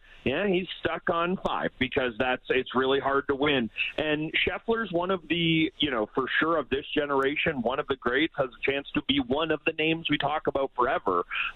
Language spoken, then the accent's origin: English; Canada; as a Canadian golf fan